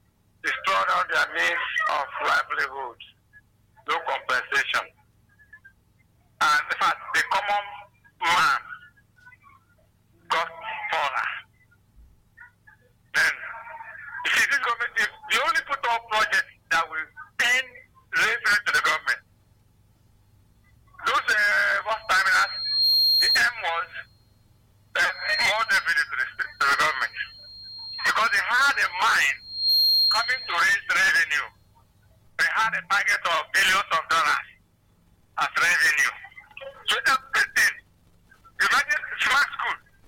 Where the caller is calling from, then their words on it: Enugu, Enugu State, Nigeria; I'm calling from Enugu.